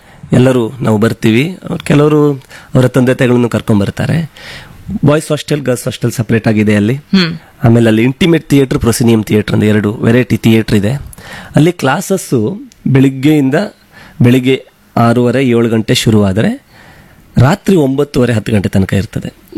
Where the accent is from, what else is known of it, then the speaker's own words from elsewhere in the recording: Udupi district, Karnataka, India; ಅವನು ಮತ್ತೆ ನಾನು ಇಬ್ರು ಉಡುಪಿ ಜಿಲ್ಲೆಯಿಂದ ಸೆಲೆಕ್ಟ್ ಆಗಿದ್ವಿ.